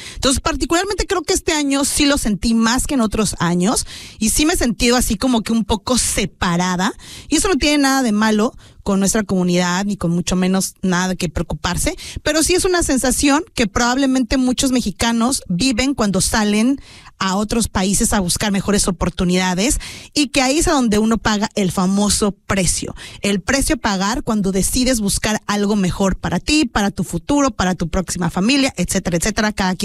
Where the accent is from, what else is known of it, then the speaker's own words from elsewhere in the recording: Mexico; hoy se siente el orgullo de ser mexicanos